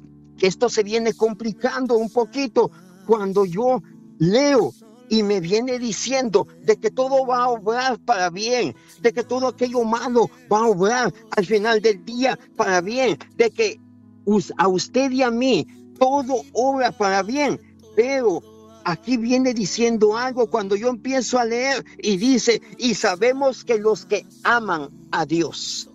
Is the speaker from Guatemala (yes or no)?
yes; Guatemala; como decimos nosotros en Guatemala